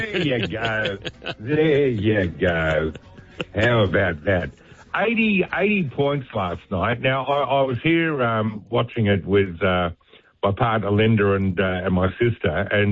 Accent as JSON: {"language": "English", "country": "Australia", "said": "You can't stand there and go through life as an Australian, learning about the importance of that battle"}